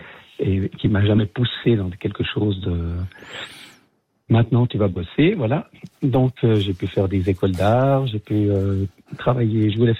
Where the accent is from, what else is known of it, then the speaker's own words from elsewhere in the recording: Vaud, Switzerland; Les vaudoiseries, puisque je suis vaudois d'origine.